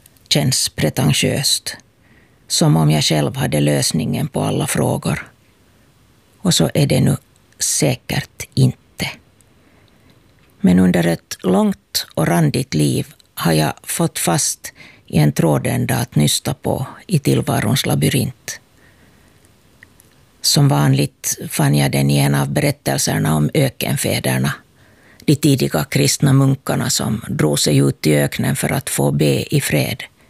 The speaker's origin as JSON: {"language": "Swedish", "town": "Kauniainen", "region": "Uusimaa", "country": "Finland", "said": "Jag kommer från Grankulla och är din talare i aftonandakten ikväll."}